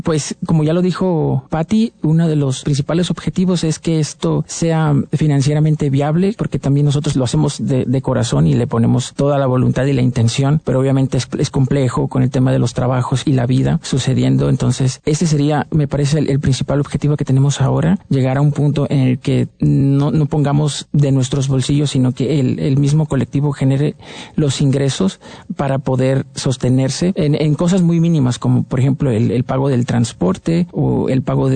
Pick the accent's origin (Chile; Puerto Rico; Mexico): Mexico; Guerrero; now in Mexico City, Mexico; provengo de Guerrero